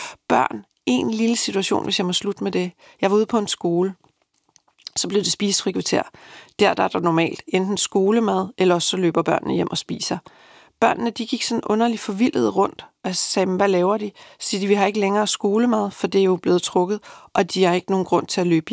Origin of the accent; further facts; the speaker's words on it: Haslev, Zealand, Denmark; born there; also born or lived in Africa; Jeg voksede op, da vi kom hjem fra Afrika, i en skovriddergård ved Brent ved Haslev, langt ude på landet.